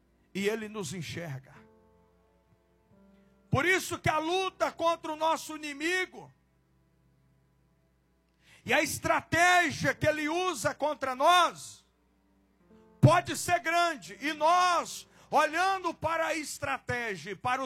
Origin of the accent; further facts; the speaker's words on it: Goiás, Brazil; accent: goiana; E eu vou usar uma linguagem bem goiana lá na minha cidade